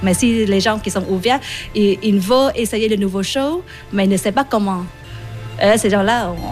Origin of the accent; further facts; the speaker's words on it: Vietnam; French is a second language; Je viens de Vietnam.